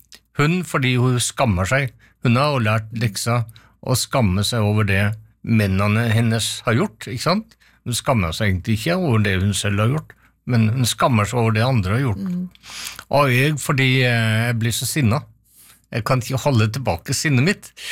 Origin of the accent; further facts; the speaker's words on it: Vestfold og Telemark, Norway; accent: Telemark dialect; snakket telemarksmål med dem, da ble jeg mer og mer radikal i min dialekt, og finner tilbake til språket gjennom de gamle som jeg besøker.